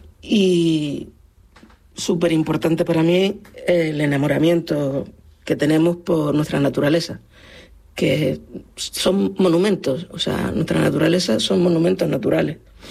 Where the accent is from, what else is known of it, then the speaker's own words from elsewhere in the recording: Las Palmas de Gran Canaria, Canary Islands, Spain; moved away as an adult; now in Spain (mainland); soy mestiza de entre islas y viví hasta los 33 años en la mejor zona de Las Palmas para mí, en el Puerto de la Luz. Bueno, en una calle que era frontera donde empezaba Guanarteme, y empezaba el Puerto de la Luz.